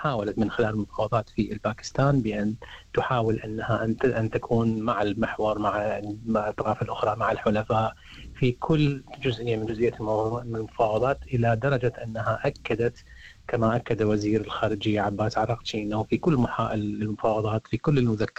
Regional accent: Iraq; طبعا مثل ما تعرفين يعني كعراقيين احنا حسب أنه العراق وقع يعني في الفخ الكماشة

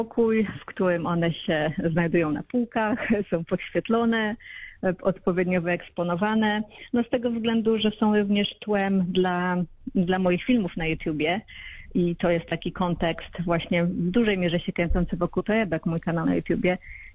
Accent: Radom, Masovian Voivodeship, Poland; moved away as an adult; also born or lived in United Arab Emirates / United Kingdom; now in Australia; Z Radomia.

